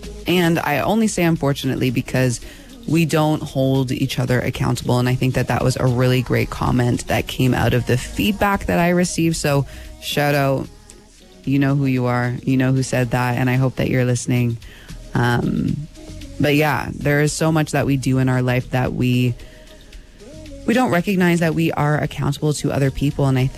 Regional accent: Canada; sometimes I do forget that I'm Canadian

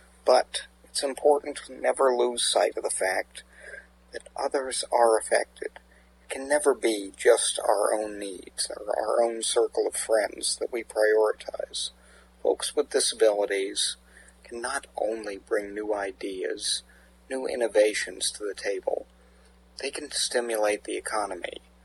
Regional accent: Canada; as Canadian citizens, you're right, a lot of us do have friends in the U.S., even family.

